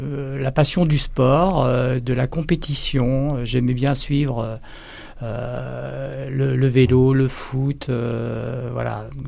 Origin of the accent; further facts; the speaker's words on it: Loudun, Nouvelle-Aquitaine, France; born there; Je suis né à Loudun, dans le département de la Vienne.